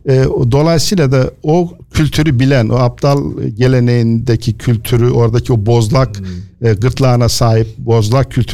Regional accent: Şereflikoçhisar, Ankara, Turkey; now in Kırşehir, Turkey; Yani o yörede doğup büyüdüğümüz için bizim köylerimizde ben 1964 Ankara Şerefli Koçhisar doğumluyum. İşte Kırşehir'e 40-50 kilometre mesafede bir yer. Doğduğum köy daha da yakın. Evet. Şu anda Kırşehir'de ikamet ediyorum.

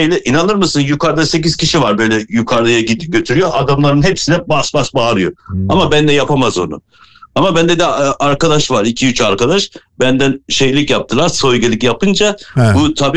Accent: Erzurum, Turkey; Ben Erzurumluyum.

